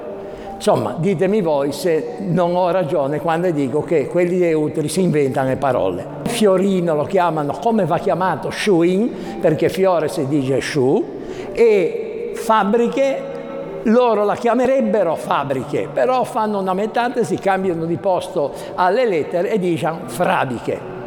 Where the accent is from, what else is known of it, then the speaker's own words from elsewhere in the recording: Genoa, Liguria, Italy; per me, che sono di Genova, sentice mai trofie